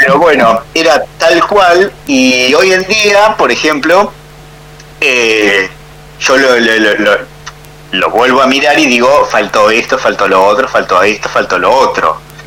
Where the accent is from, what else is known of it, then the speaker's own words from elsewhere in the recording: 25 de Mayo, Argentina; born there; moved away; mi madre, que vive en el interior, la ciudad de 25 de Mayo, donde yo nací.